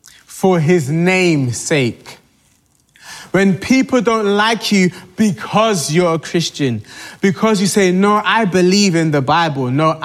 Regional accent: Nigeria; I'm Nigerian.

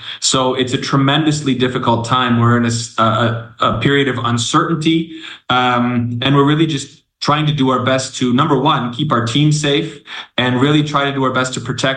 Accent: Canada; now in Democratic Republic of the Congo; I'm a Canadian in the DRC.

